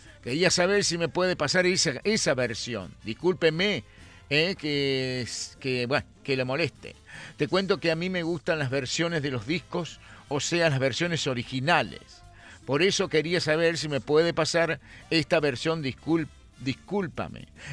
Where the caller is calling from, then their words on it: Paraná, Entre Ríos, Argentina; Hola Luis, ¿qué tal? … de Paraná Entre Ríos.